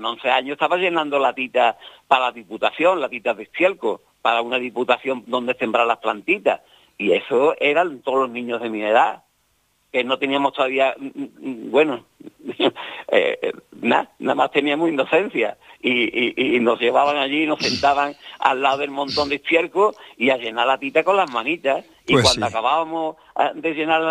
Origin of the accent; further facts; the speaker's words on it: Andalusia, Spain; accent: Andalusian; yo no hablo malamente el castellano, yo hablo andaluz. Yo hablando luz porque soy andaluz